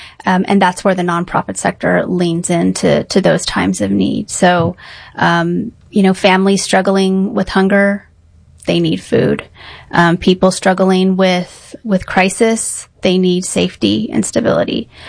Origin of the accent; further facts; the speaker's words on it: San Antonio, Texas, United States; I'm from San Antonio. I've been in the nonprofit sector my whole career.